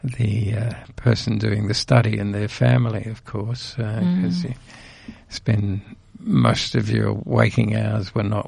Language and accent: English; Adelaide, South Australia, Australia; also born or lived in Cadena; I was born in Adelaide. I come from a very mixed background with English, Irish, Scottish and French antecedents. I spent the first 6 years in the country at a little town called Cadena in the mid-north, and then we came back to Adelaide